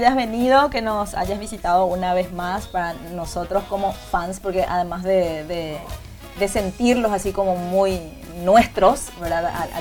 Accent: Paraguay

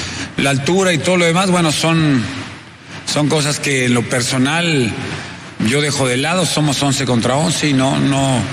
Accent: Mexico; somos 11 mexicanos que tenemos que hacer gol allá

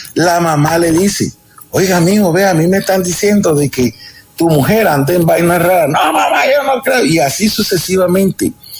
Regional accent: Colombia

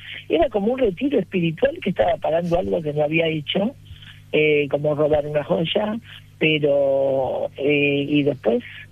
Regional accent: Argentina; espectadores argentinos en mi país

